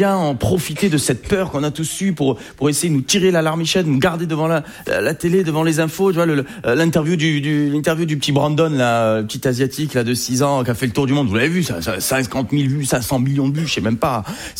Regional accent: Algeria; Je suis algérien.

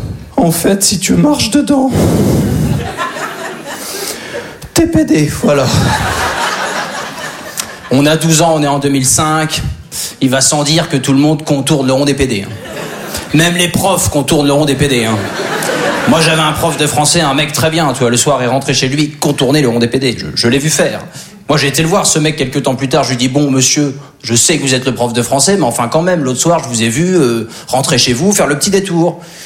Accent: Normandy, France; Alors moi je suis originaire de Basse-Normandie.

